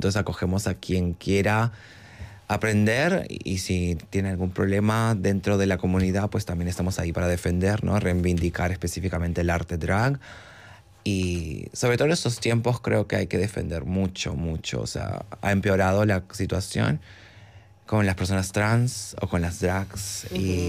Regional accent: Lima, Peru; A ver, yo vengo de Lima, Perú. Uh-huh. Mi familia es mitad peruana y mitad argentina, pero siempre hemos residido en Lima.

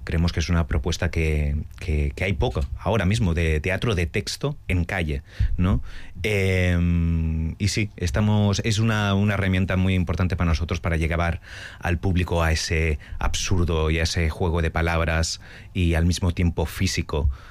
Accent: Catalonia, Spain; yo soy catalán

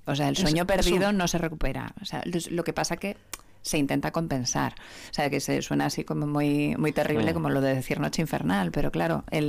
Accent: Galicia, Spain; Mira que yo soy gallega y los gallegos somos un poco tremendistas

